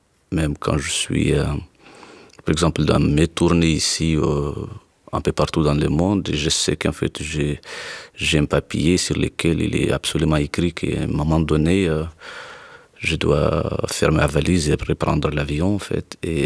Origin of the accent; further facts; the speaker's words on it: Tinzaouaten, Kidal, Mali; Tinzawaten, c'est là où nous sommes grandis, en fait. C'est là où nous avons fait aussi notre école primaire